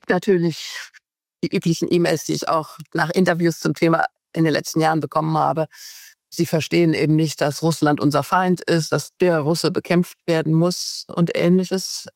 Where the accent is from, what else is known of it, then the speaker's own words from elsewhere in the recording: Germany; Einmal als Deutsche